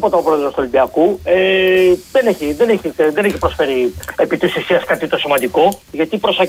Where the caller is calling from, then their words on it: Peristeri, Attica, Greece; από το Περιστέρι